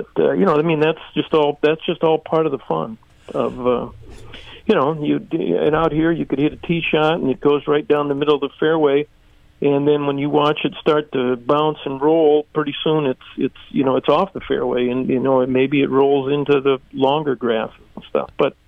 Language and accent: English; South Dakota, United States; we're from South Dakota.